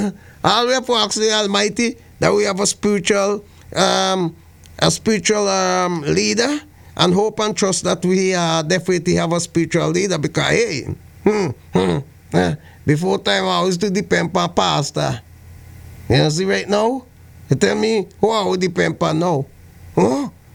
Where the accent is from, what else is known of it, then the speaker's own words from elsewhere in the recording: St. Vincent & Grenadines; What I in St. Vincent, my hometown, Dominica, St. Lucia, Grenada, Jamaica, Guyana